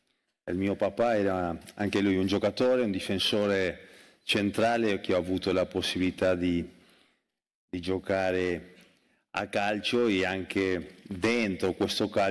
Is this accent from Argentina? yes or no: yes; Buenos Aires, Argentina; Italian is a second language; sono cresciuto a Buenos Aires, come lo hai detto tu, a Florida, dove...